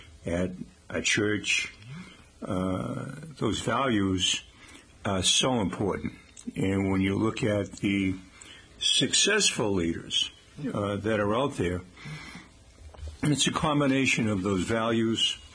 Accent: Taunton, Massachusetts, United States; the Portuguese village here in Taunton on Purchase Street, the street right behind where I grew up on Benefit Street.

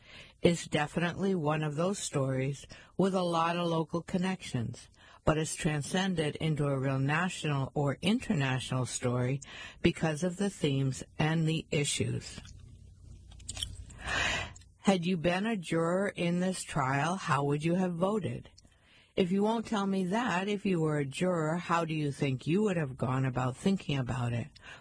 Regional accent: Brockton, Massachusetts, United States; also born or lived in South Shore / Boston; growing up around this area, being born and raised in Brockton and living on the South Shore and in Boston

